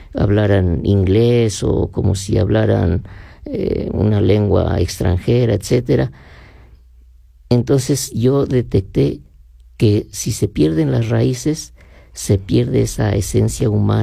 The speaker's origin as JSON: {"language": "Spanish", "town": "San Juan Solís", "country": "Mexico"}